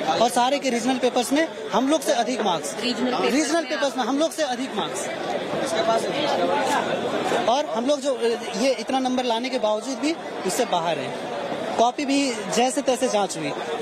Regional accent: Jharkhand, India; first language Khortha; Hindi is a second language; हमारा मातृभाषा खुरठा है, मैं यहाँ का मूलवासी हूँ

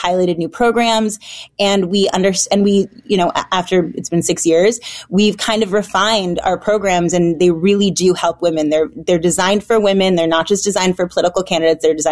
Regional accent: Michigan, United States; Michigan. So right there.

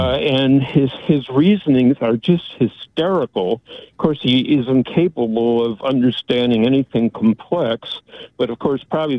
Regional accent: Michigan, United States; now in California, United States; Well, Michigan's my home state, as was yours.

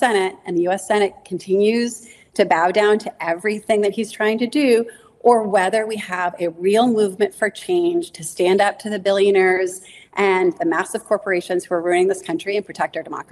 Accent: Maine, United States; Now, I grew up in Downey's, Maine, the daughter of a carpenter. I'm from the working class.

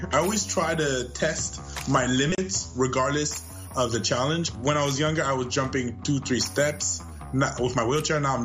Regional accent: Canada; I am 23 years old, and I am a Canadian athlete that uses a wheelchair.

